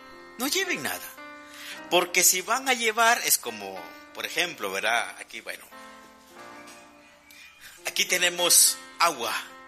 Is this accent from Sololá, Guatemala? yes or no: no; Alta Verapaz, Guatemala; los que somos de Alta Verapaz.